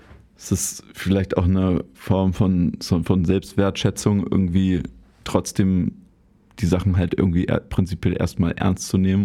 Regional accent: Berlin, Germany; also ich bin ja da so im Tiergarten aufgewachsen

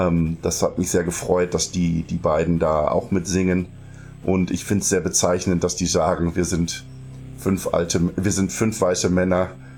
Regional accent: Germany; ich als Deutscher dann halt sagen muss

